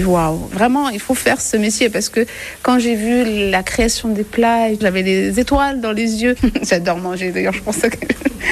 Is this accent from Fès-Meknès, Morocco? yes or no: no; El Jadida, Casablanca-Settat, Morocco; J'ai grandi au Maroc, dans une petite ville à 80 km de Casablanca qui s'appelle El Jadida. C'est une ville de pêcheurs au bord de la mer.